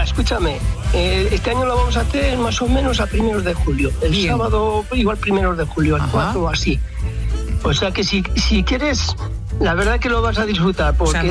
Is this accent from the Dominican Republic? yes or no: no; Ezcaray, La Rioja, Spain; Vamos a ver, yo soy de Ezcaray.